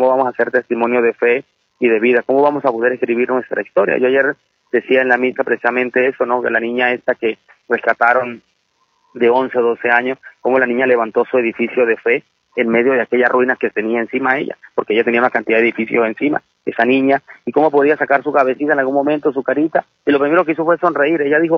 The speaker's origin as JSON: {"language": "Spanish", "country": "Venezuela"}